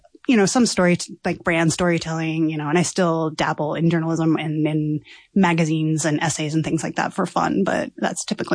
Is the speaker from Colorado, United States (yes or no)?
yes; Colorado, United States; I hail from Colorado originally.